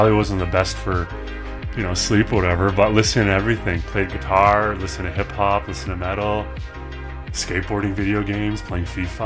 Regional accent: Surrey, British Columbia, Canada; moved away as an adult; now in Vancouver, Canada; I grew up in Surrey, moved to the West End last year.

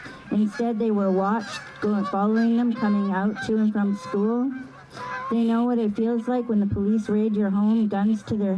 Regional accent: Vancouver, British Columbia, Canada; born or raised there

